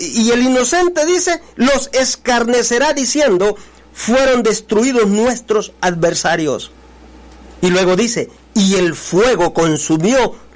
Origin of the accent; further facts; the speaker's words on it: El Salvador; moved away; es mi tierra, El Salvador, pero fíjese que yo aquí vivo, pero mi familia es la que vive allá. Mis amigos son los que viven allá. La gente con la que yo crecí es la que vive allá.